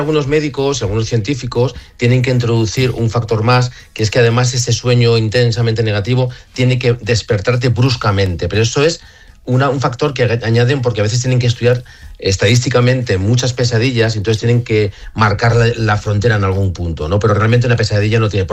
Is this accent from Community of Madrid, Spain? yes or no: yes; Madrid, Community of Madrid, Spain; para mí, que soy de Madrid, soy del centro, soy de Secano, pues yo, en mi caso, por ejemplo, a mí el mar me da miedo.